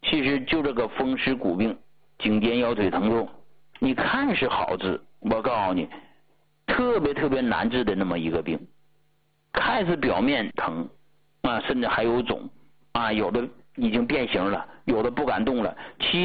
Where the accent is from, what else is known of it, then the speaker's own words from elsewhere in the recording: Heilongjiang, China; moved away; 中国最冷的地方在黑龙江啊，对吧？我就是黑龙江出来的。